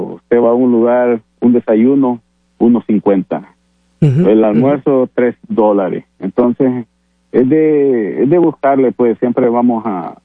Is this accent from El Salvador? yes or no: yes; El Salvador; yo soy de El Salvador también